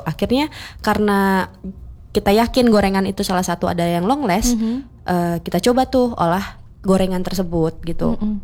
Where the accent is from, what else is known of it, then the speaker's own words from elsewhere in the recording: West Java, Indonesia; Saya orang Sunda tapi enggak bisa Sunda.